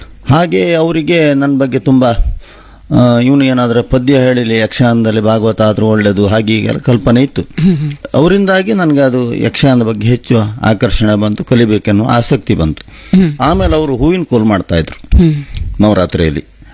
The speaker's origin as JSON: {"language": "Kannada", "town": "Barkur", "region": "Karnataka", "country": "India", "tie": "born there", "also_born_or_lived": "Ultur, Karnataka", "said": "ನನ್ನ ತಾಯಿ ಮನೆ ಉಳ್ತೂರು, ಅಲ್ಲಿ ನಾನು ಸಣ್ಣದಲ್ಲಿ ಇದ್ದದ್ದು. ಆಮೇಲೆ ನಮ್ಮ ಮನೆ ಬಾರ್ಕೂರ್ ಹತ್ರ ಕೂಡ್ಲಿ ಅಂತ, ಹಾಗಾಗಿ ನಾನು"}